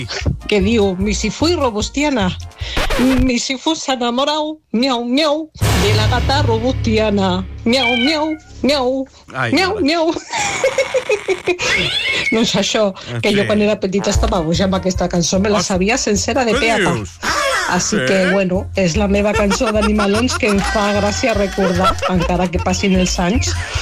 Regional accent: Catalonia, Spain; jo sóc catalana de sang andalusa.

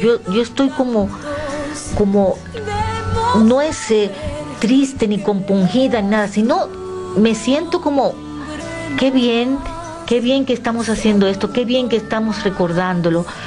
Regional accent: Dominican Republic; moved away as an adult; now in Spain; desde que yo vivía en República Dominicana, de donde soy oriunda y donde nací, antes de haber venido a España a estudiar.

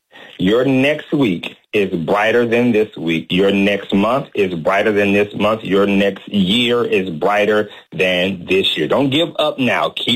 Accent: New Orleans, Louisiana, United States; now in Prince George's County, United States; I grew up in New Orleans

